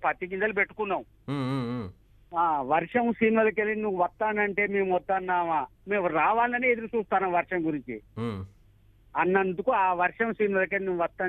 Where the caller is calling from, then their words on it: Warangal district, Telangana, India; మాది వరంగల్ జిల్లా, సంగీ మండలం, మున్రాయి గ్రామం సార్.